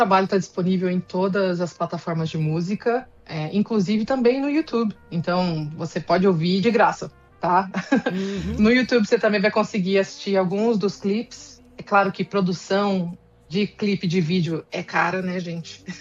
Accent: Brazil; now in Boston, United States; Mas eu sou brasileira

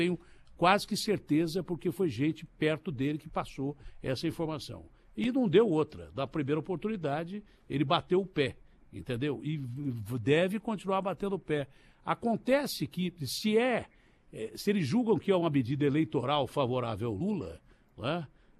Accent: São Paulo, Brazil; E eu sou caipira, do interior.

